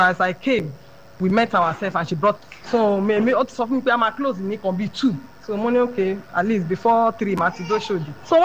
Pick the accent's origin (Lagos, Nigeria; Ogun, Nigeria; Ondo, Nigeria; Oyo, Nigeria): Lagos, Nigeria; Ikotun; Mo wá láti Ìkọ̀tú.